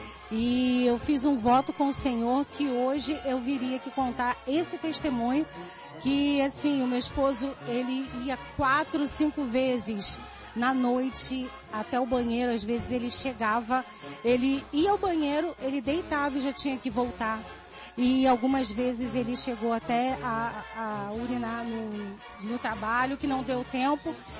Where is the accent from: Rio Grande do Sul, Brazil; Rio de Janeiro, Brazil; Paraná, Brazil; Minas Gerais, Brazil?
Rio de Janeiro, Brazil; Japeri; Eu sou lá de Japeri, eu tô vindo do serviço pra cá.